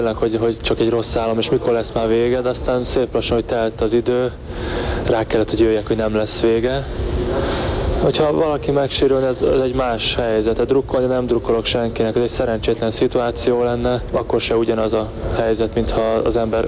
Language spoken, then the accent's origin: Hungarian; Hungary; Magyarországon maradok, mert magyar vagyok